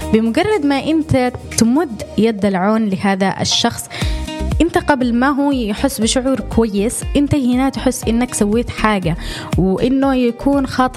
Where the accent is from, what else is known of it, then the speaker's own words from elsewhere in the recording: Yemen; من دولتنا احنا من اليمن